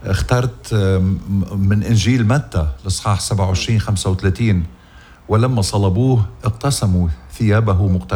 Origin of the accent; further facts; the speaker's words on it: Lebanon; والله يحمي وطننا لبنان